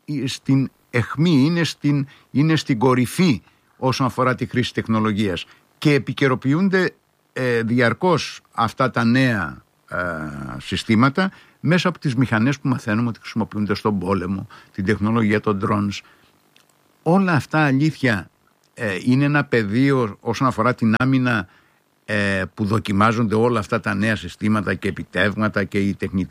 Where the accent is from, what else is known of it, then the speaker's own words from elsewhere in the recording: Ierapetra, Crete, Greece; Η δεύτερη ήταν οι αντιδράσεις κάτω στην ιδιαίτερη πατρίδα μου, την, ή μάλλον ένα από τους ιδιαίτερους τόπους της Κρήτης, που μεγάλωσα, την Ιερά Πέτρα